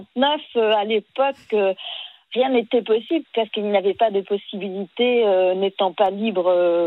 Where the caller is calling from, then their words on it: western France, France; moi, je viens de l'ouest de la France